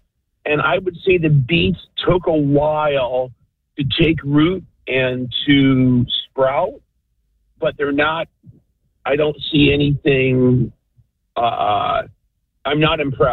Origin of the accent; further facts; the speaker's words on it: Michigan, United States; now in Oxford, United States; So I live up in Oxford. I'm originally from Michigan, and I'm not used to all of this hot weather that's been going on for the last 2 months.